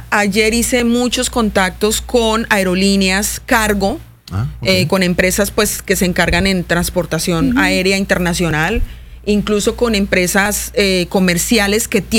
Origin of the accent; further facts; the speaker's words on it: Cali, Valle del Cauca, Colombia; now in Mérida, Mexico; Yo soy de Cali.